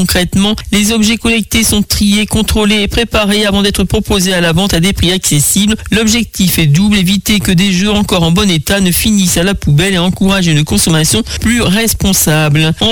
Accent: Le Mans, Pays de la Loire, France; Ma première idée était de faire pareil du côté de la Sarthe, puisque je suis originaire du Mans.

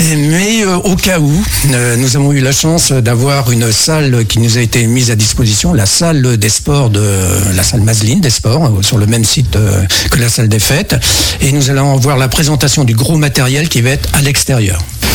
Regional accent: Nouvelle-Aquitaine, France; moved away; Moi, je suis originaire du Périgord

